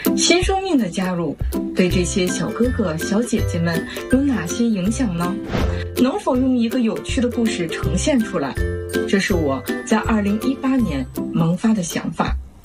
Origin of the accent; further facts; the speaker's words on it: Beijing, China; 这本绘本的创作灵感来源于我出生成长的地方。我出生在北京，对胡同那长长的路和四合院屋檐下的燕子窝有着与生俱来的亲切感。